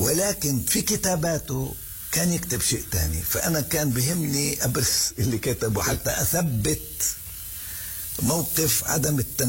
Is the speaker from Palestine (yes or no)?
yes; Palestine; أنه إحنا كثورة فلسطينيين نظل نبقى متمسكين بحقوقنا الثابتة